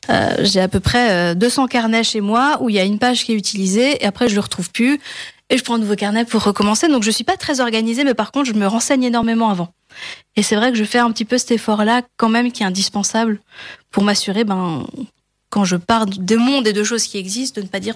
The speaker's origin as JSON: {"language": "French", "region": "Grand Est", "country": "France", "said": "Je suis alsacienne, j'adore ma région, et j'avais envie un petit peu d'insister, de dire venez, on embarque en Alsace"}